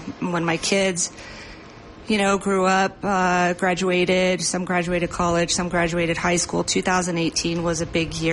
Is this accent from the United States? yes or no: yes; Idaho Springs, Colorado, United States; I grew up in Idaho Springs and raised my family in Idaho Springs as well with my husband.